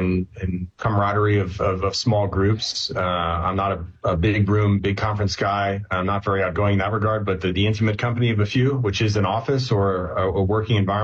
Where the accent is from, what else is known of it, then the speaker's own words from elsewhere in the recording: Virginia, United States; Sure, absolutely. I'm only child from Northern Virginia, sir.